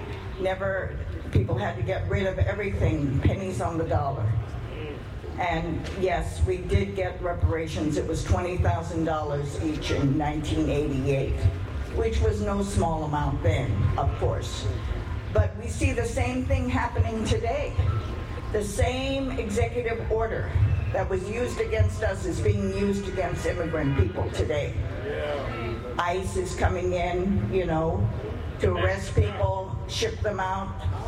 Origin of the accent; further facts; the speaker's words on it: Los Angeles, California, United States; born there; I was born in Los Angeles, 1942, and my parents and I were sent to the Santa Anita racetrack, where we lived in a horse stall for 5 months.